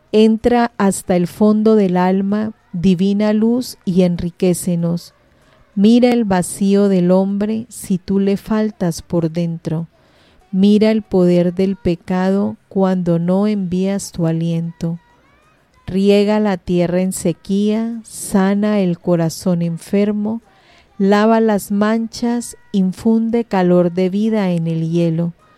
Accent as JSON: {"language": "Spanish", "country": "Colombia", "said": "nosotros como colombianos tener una santita"}